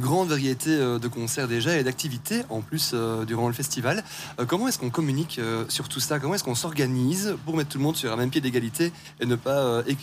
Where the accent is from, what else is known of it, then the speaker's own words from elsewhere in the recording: Liège, Wallonia, Belgium; je viens de Liège.